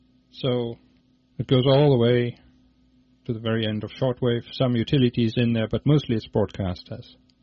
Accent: Germany; I'm originally from Germany. That's why my name is not easy to pronounce, and that's why my website ends in .de, not in .com or anything.

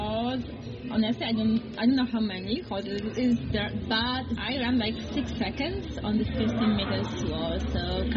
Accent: Poland; English is a second language; I'm from Poland

